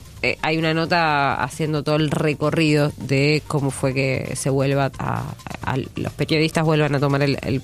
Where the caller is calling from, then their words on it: San Fernando, Buenos Aires Province, Argentina; de San Fernando.